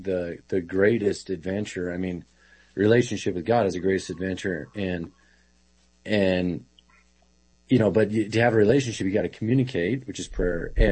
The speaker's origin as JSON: {"language": "English", "town": "Worland", "region": "Wyoming", "country": "United States", "said": "Dad and Mom with their place back home and Worland."}